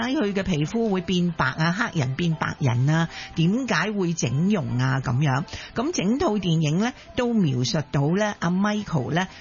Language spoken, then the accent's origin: Cantonese; China; 原来咧外国人咧同我哋中国人咧教仔都一样嘅